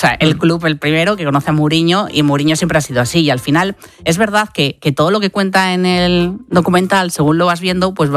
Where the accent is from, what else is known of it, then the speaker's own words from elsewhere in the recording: Spain; cuando dices soy española